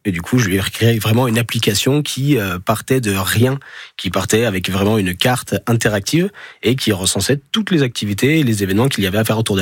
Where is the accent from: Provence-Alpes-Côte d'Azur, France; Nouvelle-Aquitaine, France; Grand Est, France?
Nouvelle-Aquitaine, France; C'est centré, nous, sur le Pays Basque, parce qu'on est du Pays Basque.